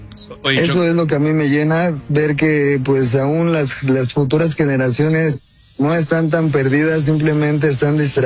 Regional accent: San José de Gracia, Michoacán, Mexico; Yo soy de San José de Gracia, Michoacán.

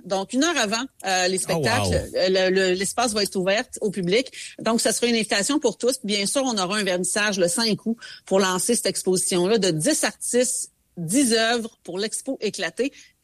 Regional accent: Val-d'Or, Quebec, Canada; born there; Moi, je viens de l'Abitibi. Moi, je suis née à Val-d'Or.

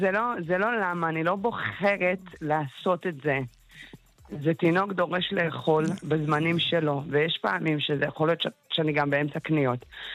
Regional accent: Ethiopia; now in Israel; נוף ילדותי, גדלתי באתיופיה

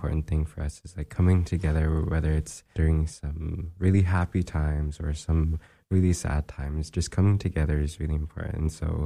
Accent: Utqiagvik, Alaska, United States; now in Anchorage, United States; Growing up, I grew up in Itkagvik.

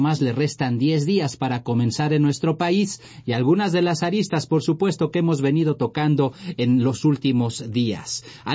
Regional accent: Mexico

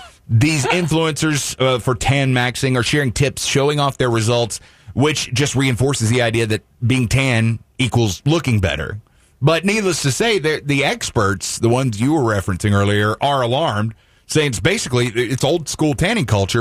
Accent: Deep South, United States; growing up in the Deep South as we did and me in the 80s, early 80s, and you in the 90s

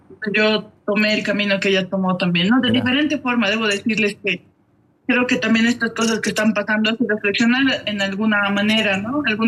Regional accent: Bolivia; moved away

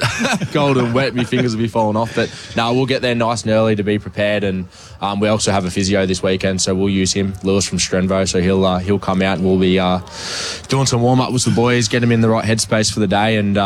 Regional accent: Melbourne, Victoria, Australia; So I'm a Melbourne boy

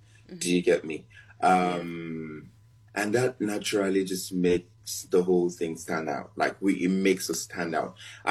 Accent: Nigeria; I'm Nigerian. I'm born and brought up in Nigeria.

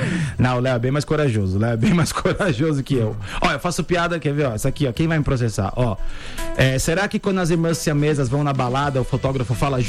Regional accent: Ilhabela, São Paulo, Brazil; eu venho de Ilhabela

